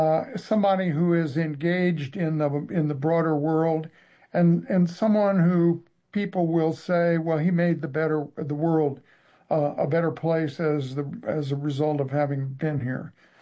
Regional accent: Remington, Indiana, United States; how did a kid from Remington, Indiana, and a high school class of 41 people find himself sitting in a bar drinking beer

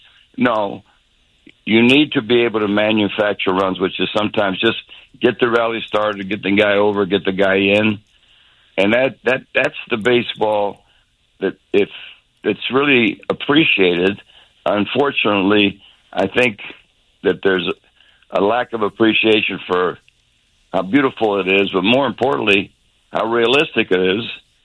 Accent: Tampa, Florida, United States; when I was born and raised in Tampa, Florida, my dad, my family, you know, was all about baseball.

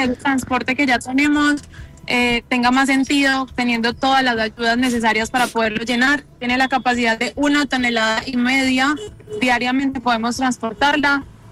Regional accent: Colombia; Nosotros somos colombianos y estamos empeñados a romper barreras y obstáculos.

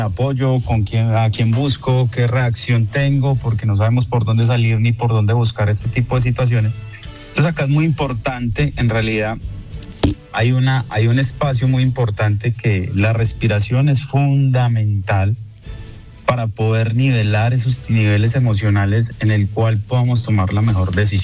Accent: Manizales, Caldas, Colombia; now in United States; buenos días, pues, obviamente, para la comunidad de Manizales. Pues es mi tierra, y obviamente también se afecta a uno psicológica y emocionalmente, estando desde bien lejos.

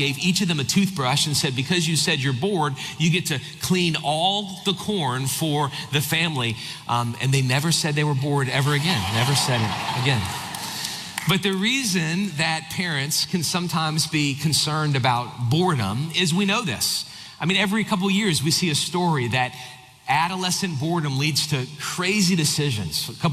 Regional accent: New Orleans, Louisiana, United States; I grew up in South Louisiana, New Orleans area.

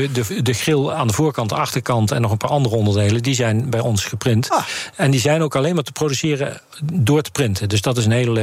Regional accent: Nijmegen, Gelderland, Netherlands; Ik kom uit Nijmegen

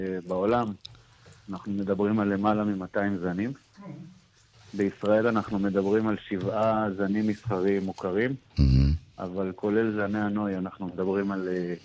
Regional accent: Southern District, Israel; born there; also born or lived in Ramat Gan; אני יליד רמת גן. הגעתי למועצה האזורית באר טוביה לפני קצת יותר מ-30 שנה.

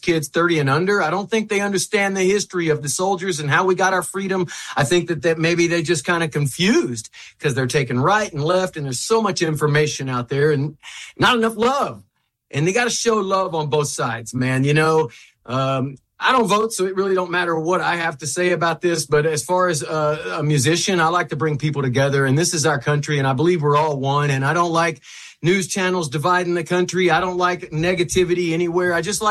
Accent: United States; that shows you the pride of being an American and proud to be born and raised here.

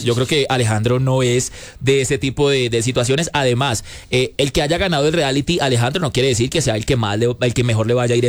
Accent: Colombia

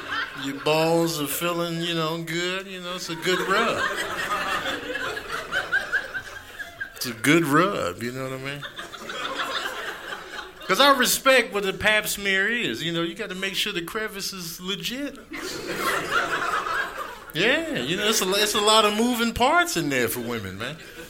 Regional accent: Chicago, Illinois, United States; now in California, United States; I'm from Chicago originally. I live in Cali now, though. grew up in the Chicago public school system, you know.

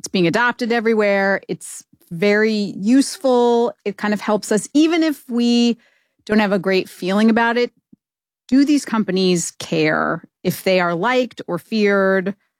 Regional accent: Idaho, United States; Carhartt-like, which is a brand that I grew up with in Idaho, like a farming brand.

